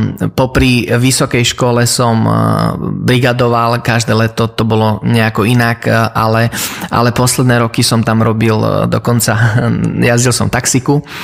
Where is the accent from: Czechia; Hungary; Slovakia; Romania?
Romania; Aj preto také zvláštne meno, lebo narodil som sa v Rumunsku, v takej slovenskej komunite, a vyrastal som v kazateľskej rodine.